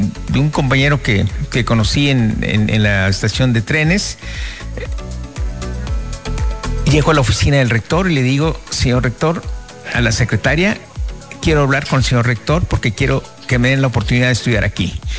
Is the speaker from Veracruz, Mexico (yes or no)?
no; Coahuila, Mexico; born there; moved away as an adult; also born or lived in Mexico City; Soy del Ejido de la Unión.